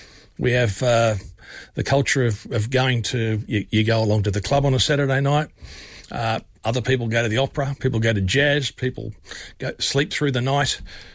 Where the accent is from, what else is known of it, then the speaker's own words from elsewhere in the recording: London, United Kingdom; accent: Cockney; now in Australia; Mark, I was brought up in East London. In an East London family, migrated in the 60s. My accent till the early 80s was Cockney English.